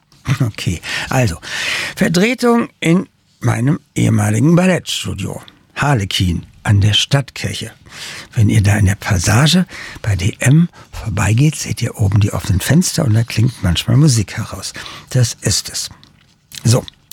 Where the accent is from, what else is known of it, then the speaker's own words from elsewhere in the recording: Darmstadt, Hesse, Germany; geht die Sonne unter, hinter den Darmstädter Palmen, ein plässlich rosa Himmel und ich freue mich an meine Heimatstadt